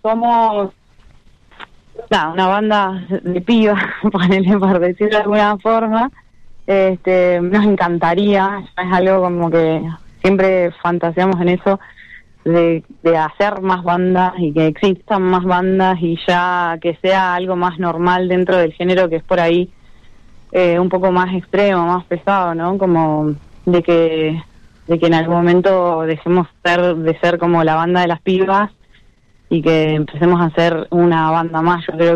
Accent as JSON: {"language": "Spanish", "region": "Neuquén", "country": "Argentina", "said": "Nosotras somos de acá, de Neuquén Capital."}